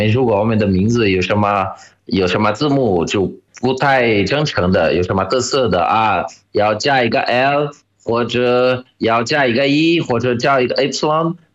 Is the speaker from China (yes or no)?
no; Brazil; Chinese is a second language; 来自巴西